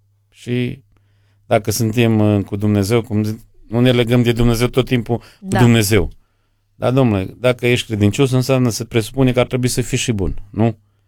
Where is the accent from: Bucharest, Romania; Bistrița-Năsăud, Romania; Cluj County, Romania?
Bistrița-Năsăud, Romania; Coșbuc; vă dați seama, sunt din Coșbuc.